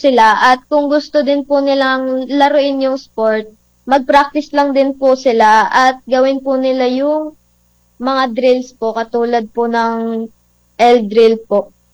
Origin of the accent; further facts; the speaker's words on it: Meycauayan, Bulacan, Philippines; Mikawayan, Bulacan.